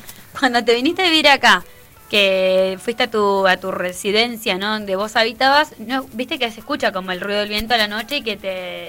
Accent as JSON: {"language": "Spanish", "town": "Perito Moreno", "region": "Santa Cruz", "country": "Argentina", "tie": "born or raised there", "said": "No tengo registro yo en mi infancia en Perito Moreno."}